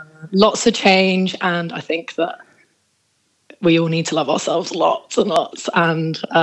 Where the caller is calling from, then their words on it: Bristol, South West England, United Kingdom; I'm in Bristol at the moment.